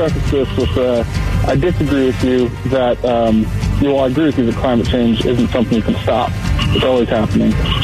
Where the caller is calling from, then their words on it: Portland, Oregon, United States; I live here in Portland